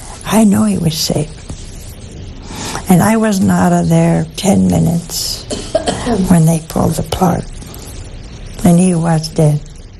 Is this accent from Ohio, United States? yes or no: yes; Ohio, United States; born or raised there; moved away